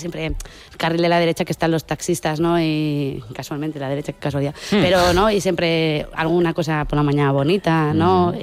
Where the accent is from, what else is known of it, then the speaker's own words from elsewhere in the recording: Burgos, Castile and León, Spain; Soy de Burgos